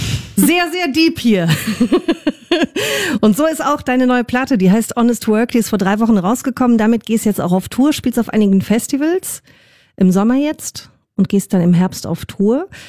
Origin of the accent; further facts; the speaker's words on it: Luxembourg; Ich bin in Luxemburg aufgewachsen und Berlin ist so viel anders.